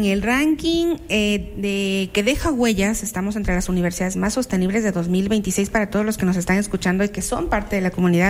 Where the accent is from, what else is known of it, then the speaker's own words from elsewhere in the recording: Ecuador; yo soy ecuatoriano